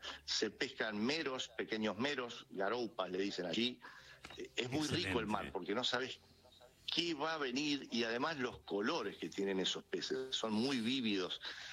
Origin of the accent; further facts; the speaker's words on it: Argentina; Y dialogo, hola, soy de Argentina, me gusta la pesca, me gustaría estar con vos un rato acá, a verte.